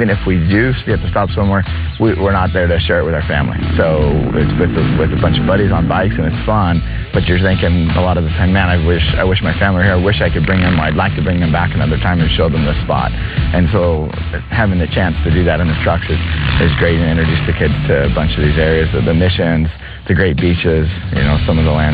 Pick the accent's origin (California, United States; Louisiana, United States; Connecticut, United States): California, United States; Temecula; from Temecula, California.